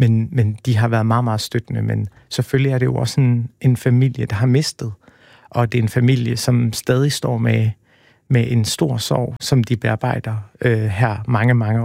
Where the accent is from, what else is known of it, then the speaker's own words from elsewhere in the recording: Aarhus, Central Denmark Region, Denmark; jeg er jo selv fra Aarhus, og jeg gik i 10. klasse i Brabrand i Torvshøjskolen